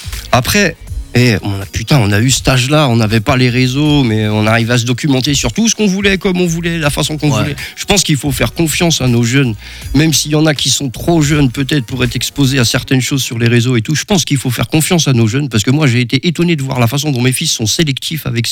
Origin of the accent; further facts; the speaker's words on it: Nantes, Pays de la Loire, France; moved away; also born or lived in Seine-et-Marne; je suis pas né à Nantes. J'ai vécu 22 ans dans le 7-7, tu vois, donc je serais toujours un banlieusard. Je serais toujours un Nantais aussi, gros, parce que j'ai fait 22 ans à Nantes